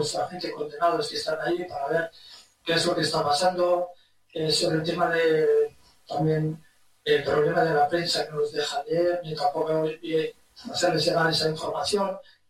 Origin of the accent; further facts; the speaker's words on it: Rif, Morocco; Spanish is a second language; soy del norte, de Rif, especialmente, soy de la zona de Rif y de Refino, de Misa.